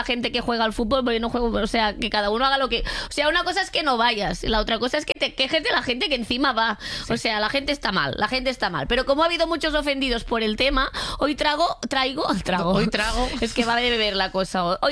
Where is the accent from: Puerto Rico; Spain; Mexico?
Spain; Catalonia; Yo bebo agua porque soy catalana